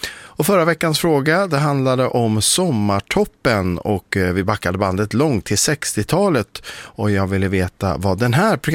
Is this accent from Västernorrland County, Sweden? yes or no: no; Norrköping, Östergötland, Sweden; born there; när jag avslöjade då att jag är född i Norrköping.